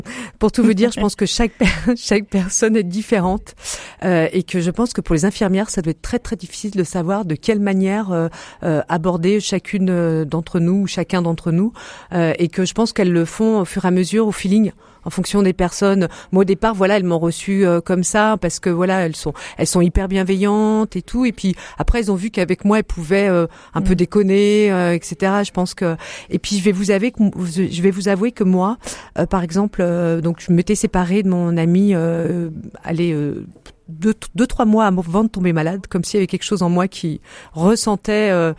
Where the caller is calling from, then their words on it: Le Mans, Pays de la Loire, France; Moi, je vis au Mans